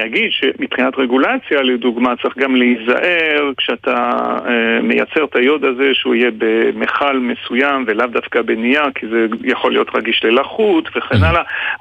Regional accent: France; now in Israel; אני גדלתי במדינה אחרת, ושם המלח היה כפר עם יוד, אני גדלתי בצרפת, אני שנים קונה מלח עם יוד בסופר

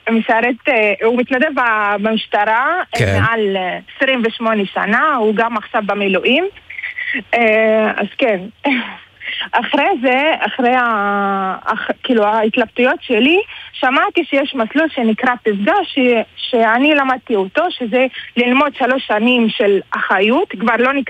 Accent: Eilabun, Northern District, Israel; אני נוצריה, דוברת ערבית מכפר אלבון שבצפון הארץ. אני הבכורה בבית, יש לי שני אחים. למדתי בבית ספר היסודי בחטיבה ובתיכון בכפר שלי.

